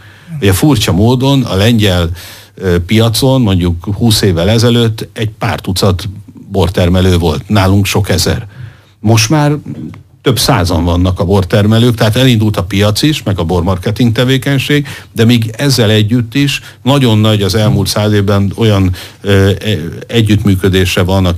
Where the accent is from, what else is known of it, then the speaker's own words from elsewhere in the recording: Hungary; mint magyar